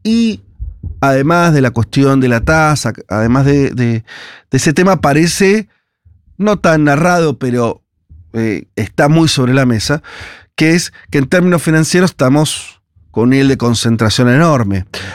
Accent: Argentina

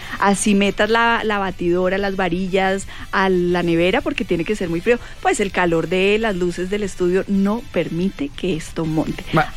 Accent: Paisa region, Colombia; now in Chía, Colombia; Pero si yo soy paisa

